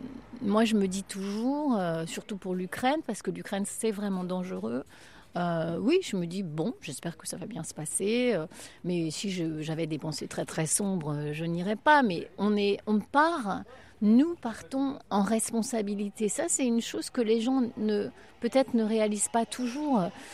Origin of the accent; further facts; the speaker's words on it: Combourg, Brittany, France; born there; tout le monde me connaît parce que je suis née dans le village. Enfin, je suis née à Combourg